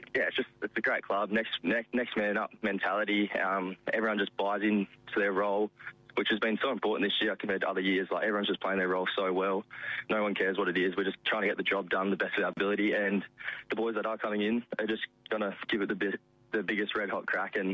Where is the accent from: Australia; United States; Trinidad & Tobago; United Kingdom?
Australia; Margaret River, Western Australia; But yeah, I grew up in Margaret River, just ri